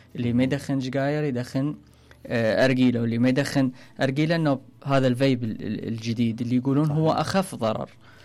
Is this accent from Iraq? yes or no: yes; Iraq